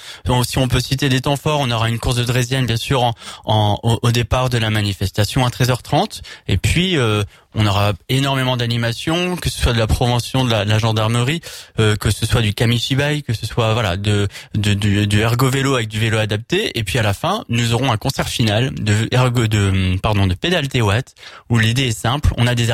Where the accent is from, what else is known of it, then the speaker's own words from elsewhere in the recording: Hauts-de-France, France; now in Vosges, France; Moi, je viens du Nord à la base.